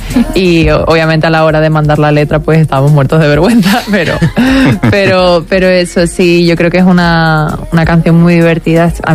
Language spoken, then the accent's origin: Spanish; Andalusia, Spain; yo tengo esa nariz y esta cara porque soy de Andalucía.